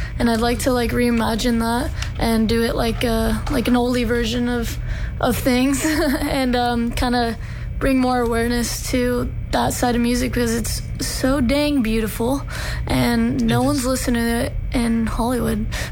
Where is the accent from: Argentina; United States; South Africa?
Argentina; moved away; I'm from Argentina. My mom's side of the family is, they're all gauchos, and they're all, you know, we all grew up like kind of riding horses